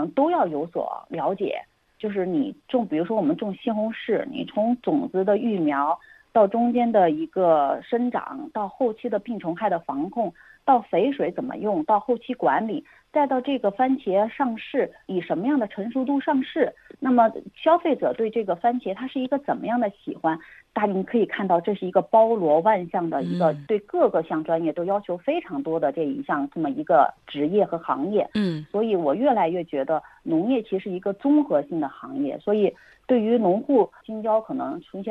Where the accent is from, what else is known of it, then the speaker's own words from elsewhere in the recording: Sichuan, China; moved away as an adult; now in Beijing, China; 因为我是一个南方人，来自四川，所以我刚来北京的时候，就我不太分得清东南西北。从这个2009年从学校毕业走进田间的时候，要融入这个北方社会，确实有一些话是听不太懂的。